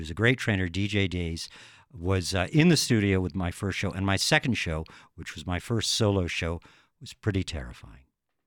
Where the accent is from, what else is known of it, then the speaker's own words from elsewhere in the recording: East Coast, United States; moved away; I'm from the East, very humid back East, very troubling.